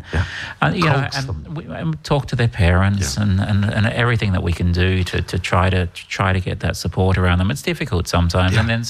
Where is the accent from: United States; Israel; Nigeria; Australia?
Australia; Perth, Western Australia; moved away as an adult; now in Ireland; I'm from Perth, Australia. I've been here about 26 years now.